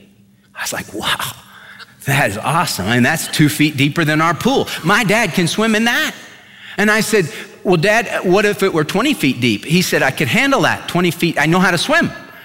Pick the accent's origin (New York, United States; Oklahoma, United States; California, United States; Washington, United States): California, United States; When I was a little kid, we had a pool in my backyard growing up in California. I was the fifth of six kids